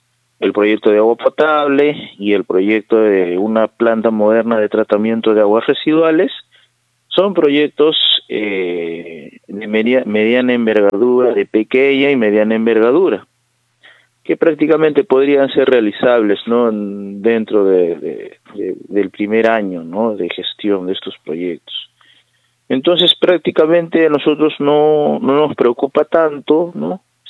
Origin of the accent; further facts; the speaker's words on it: Ite, Tacna, Peru; para todos los iteños y para todos mis paisanos